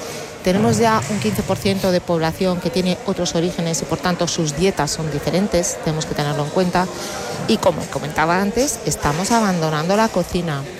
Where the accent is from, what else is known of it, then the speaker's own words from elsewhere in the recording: Galicia, Spain; yo que soy gallega